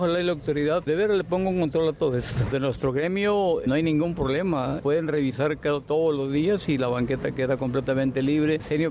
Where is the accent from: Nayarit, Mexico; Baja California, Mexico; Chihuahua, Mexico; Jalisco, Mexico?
Nayarit, Mexico; Tepic; no somos la gente de Tepic la que estamos involucrados aquí